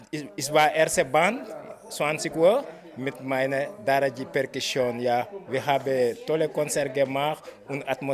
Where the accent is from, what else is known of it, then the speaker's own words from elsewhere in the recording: Senegal; ja, ich bin der Sänger von … ich komme aus Senegal.